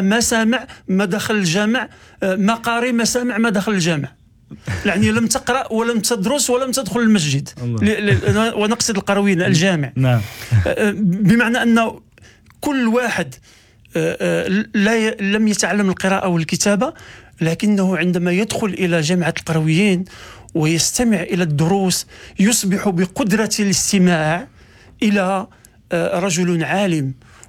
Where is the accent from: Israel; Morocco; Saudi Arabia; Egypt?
Morocco; accent: Moroccan; ونحن في المغرب لا نقول كفيف وإنما نقول بصير.